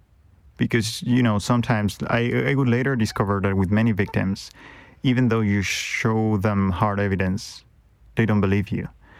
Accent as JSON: {"language": "English", "town": "Madrid", "region": "Community of Madrid", "country": "Spain", "tie": "born or raised there", "second_language": "English", "lives_now": "United States", "said": "I grew up in Madrid, and I studied journalism in Madrid."}